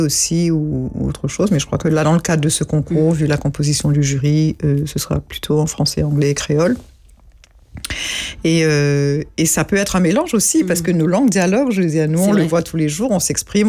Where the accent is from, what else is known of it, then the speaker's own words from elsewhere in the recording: Mauritius; first language Mauritian Creole; pour 90% plus des Mauriciens, la langue créole, c'est notre langue maternelle.